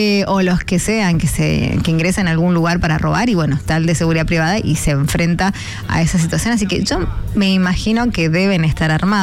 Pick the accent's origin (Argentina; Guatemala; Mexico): Argentina; Mendoza; los propios mendocinos, a ver, tampoco somos los gran sabiondos, vivimos en Mendoza